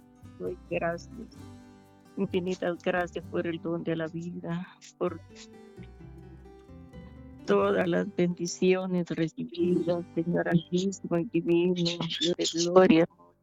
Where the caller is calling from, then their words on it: Guatemala; Aquí hablo de Guatemala.